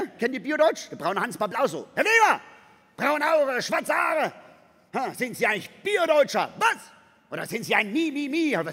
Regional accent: Germany; 2 deutsche Eltern, 4 deutsche Großeltern. Klingt erstmal gar nicht so viel. Ich sage wieder Vorsicht. Ich bin aus dem Odenwald.

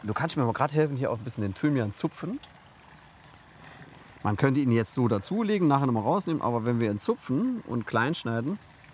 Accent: Saarbrücken, Saarland, Germany; born there; Als Kind bin ich ja in Saarbrücken groß geworden, so ein bisschen auch teilweise

